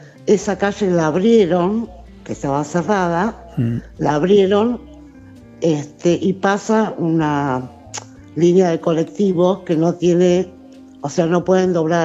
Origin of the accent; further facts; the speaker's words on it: Buenos Aires, Argentina; Yo me crié, o sea, nací en Matienzo y Conde, en Colegiales.